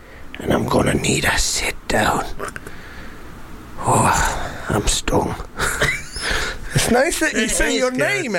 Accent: North East England, United Kingdom; Ridley Scott, man. I'm another Geordie.

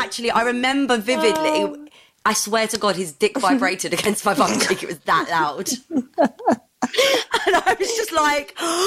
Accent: Ireland; I'm obviously Irish.

